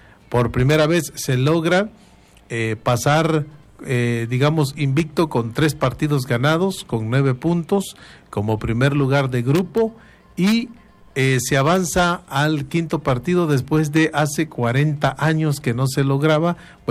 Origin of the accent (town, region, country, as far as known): Mexico